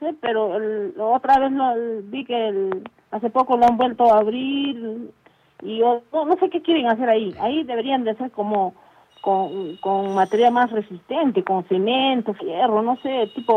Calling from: Arequipa, Peru; como arequipeños que somos

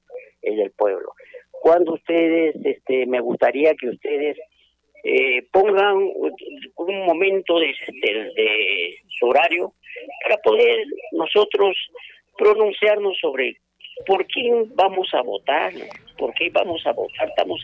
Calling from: Arequipa, Peru; Yo tengo la suerte de estar acá en Arequipa

